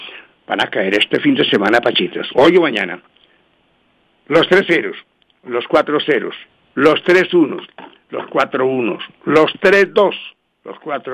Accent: Colombia; vamos a dar nuestro voto como buen colombiano, todos.

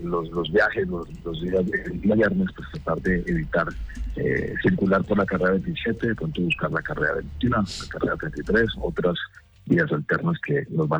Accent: Santander, Colombia; para no olvidarnos de lo que somos como humangueses y como santandereanos.

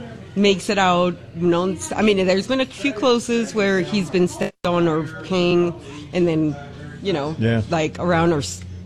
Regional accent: Toppenish, Washington, United States; From Toppenish, Washington.

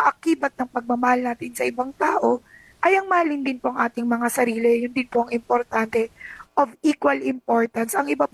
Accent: Batangas, Calabarzon, Philippines; sa amin sa Tagalog, sa Batangas

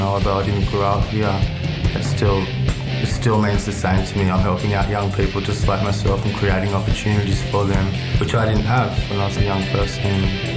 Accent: Moree, New South Wales, Australia; moved away as an adult; also born or lived in Ipswich, Queensland; now in Tennant Creek, Australia; where I grew up in Moree. It's a small town, it's you know, dry, like Tennant Creek.

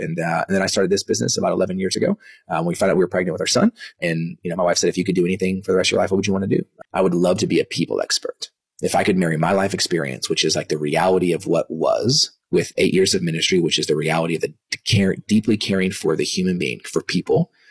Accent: Dallas, Texas, United States; born or raised there; also born or lived in Kansas

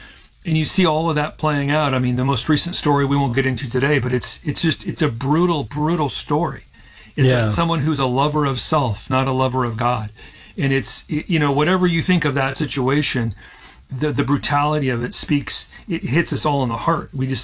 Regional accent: Seattle, Washington, United States; So I grew up in Seattle, in North Seattle. We moved there when I was very young and really spent the rest of my formative years there.

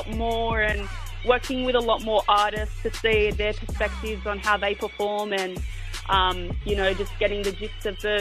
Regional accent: Sydney, New South Wales, Australia; So St. George area is my hometown and where I grew up

